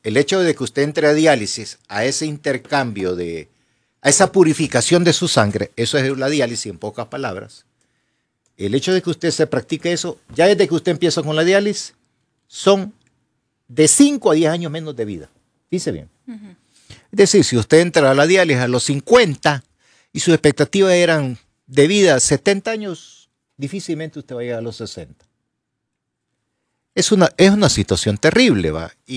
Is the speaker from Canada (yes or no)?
no; Honduras; nosotros los hondureños. Vengo ahorita del centro de Tegucigalpa